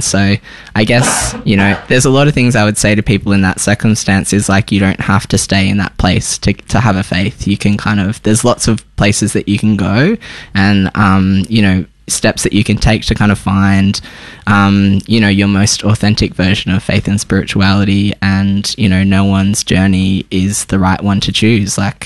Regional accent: Tamworth, New South Wales, Australia; born or raised there; also born or lived in Sydney; now in Melbourne, Australia

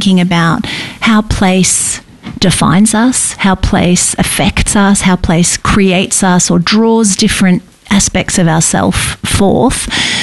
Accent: Sydney, New South Wales, Australia; I mean, these are questions that many people ask, and particularly for me, I grew up in Sydney. That was my home.

